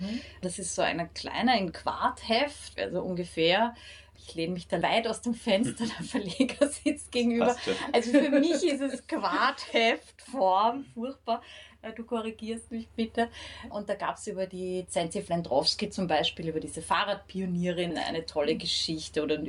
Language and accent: German; Austria; gerade als Österreicherin